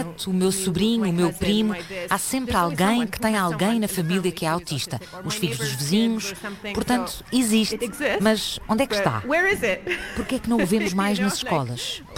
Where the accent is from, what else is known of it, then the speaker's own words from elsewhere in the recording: Bahrain; Portuguese is a second language; Eu sou do Bahrein, mas a minha mãe é do Iraque.